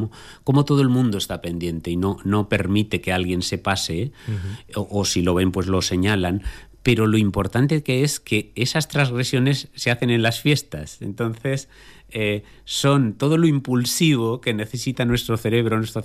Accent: Huesca, Aragon, Spain; yo nací en Huesca

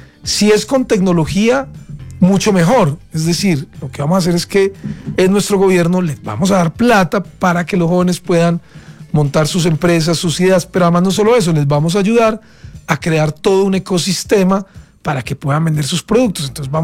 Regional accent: Río Caldas, Caldas, Colombia; Yo soy, digamos, de región, o sea, yo no soy de Bogotá, yo soy de un pueblo que se llama Río Caldas y soy caldense, es decir, yo soy de provincia.

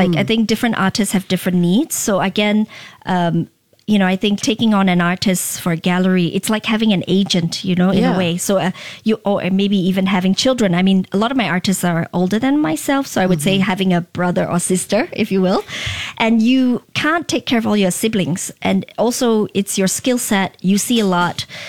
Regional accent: Singapore; And I think as a Singaporean, I think about that very much.

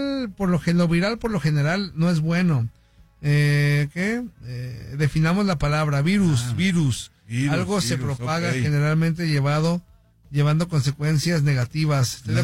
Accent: Mexico; Pues nosotros como mexicanos no, estamos saludando a todo el mundo.

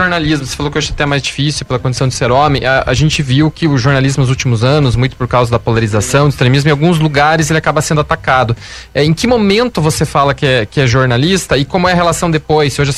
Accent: Curitiba, Paraná, Brazil; Como eu falei, eu sou da região sul de Curitiba também

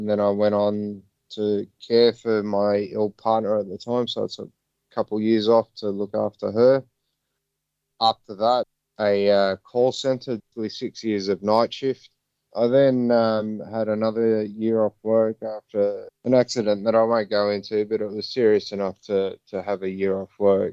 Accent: Sydney, New South Wales, Australia; I was born in Sydney, Australia. Yeah, the inner west of Sydney is where I'm born and raised, and have a lot of strong connections with the people and the community. It's been my home for the last 41 years.

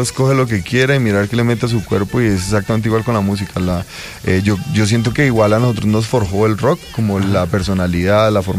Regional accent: Colombia; somos colombianos

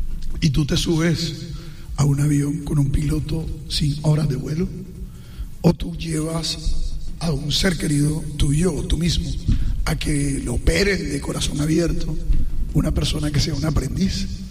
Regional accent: Santa Marta, Magdalena, Colombia; also born or lived in Aracataca; yo nací en Santa Marta, soy criado en, nací en Aracataca, criado en Santa Marta, hijo de una madre trabajadora que fue muchos años empleada doméstica, aseadora, de un hospital público, de un maestro, viví en barrios populares

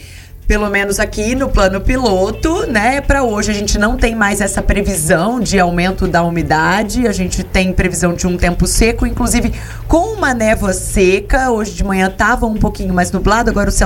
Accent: Juiz de Fora, Minas Gerais, Brazil; moved away; Quem é ouvinte antigo aqui da Transamérica TMC já sabe que eu sou mineira, sou de Juiz de Fora.

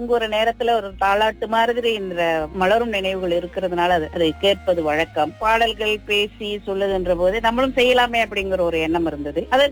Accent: Sitiawan, Perak, Malaysia; also born or lived in Kedah; நான் சித்தியாவான்ல பிறந்து வளர்ந்ததெல்லாம் சித்தியாவான்.

